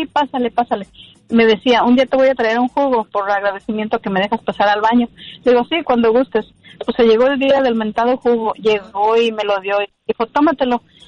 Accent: Aguascalientes, Mexico; Ay, mira, yo soy de Aguascalientes.

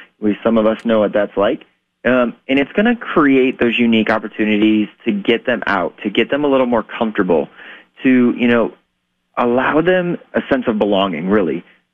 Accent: Ohio, United States; So, you know, growing up in Northern Ohio, I spent a lot of time working with my aunt, the Salvation Army.

